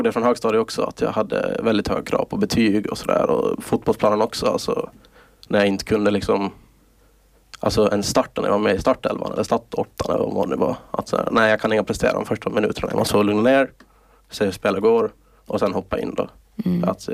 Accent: Åland Islands; det är min hemort, det är Åland.

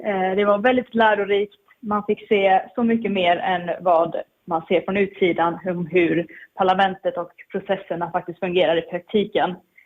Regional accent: Åland Islands; moved away as an adult; now in Brussels, Belgium; även som en liten tjej från Åland

